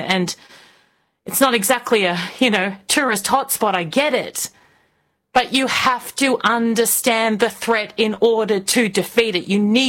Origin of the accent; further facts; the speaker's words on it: Australia; I am an Australian journalist, a host